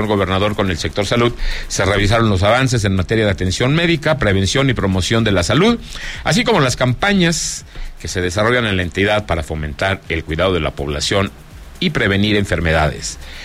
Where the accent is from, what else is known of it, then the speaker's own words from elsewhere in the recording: Zacatecas, Mexico; unos de los amigos frecuentes de mi tierra Zacatecas